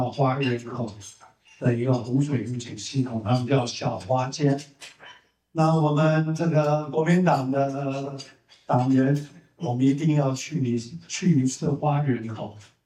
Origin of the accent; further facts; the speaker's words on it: Taiwan; 我们台湾人对山区河川的治理，我们有一套我们的一个方法